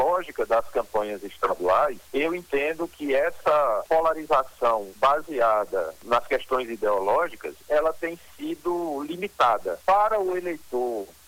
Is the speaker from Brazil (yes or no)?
yes; Northeast Region, Brazil; accent: nordestino; você deve ter notado pelo meu sotaque, eu sou nordestino